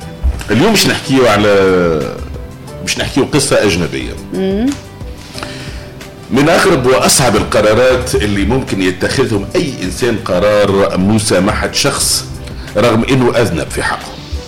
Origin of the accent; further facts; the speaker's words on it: Tunisia; accent: Tunisian; هذيك هي لهجتنا تونس